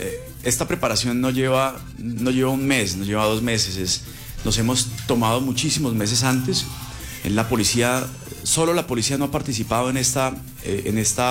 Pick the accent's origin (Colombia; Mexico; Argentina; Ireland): Colombia; nosotros somos colombianos